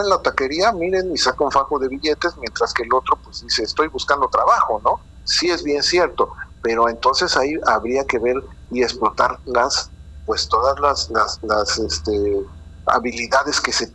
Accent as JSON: {"language": "Spanish", "country": "Mexico"}